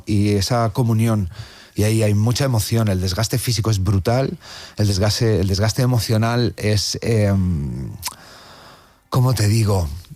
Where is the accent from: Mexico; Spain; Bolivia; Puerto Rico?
Spain; Valladolid, Castile and León; yo soy de Valladolid, tengo el Museo Nacional de Escultura en mi ciudad, y es algo que está conmigo